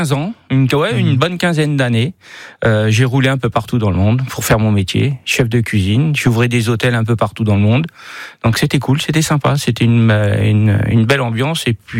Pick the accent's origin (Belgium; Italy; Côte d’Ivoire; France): France; Le Mans, Pays de la Loire; moved away as an adult; moi je suis natif du Mans à la base, je suis d'origine du Mans